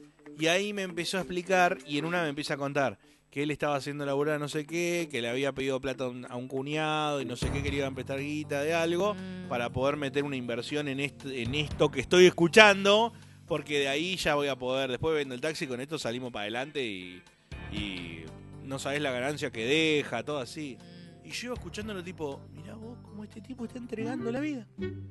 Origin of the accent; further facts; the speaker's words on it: Buenos Aires, Argentina; yo soy un porteño de carajo.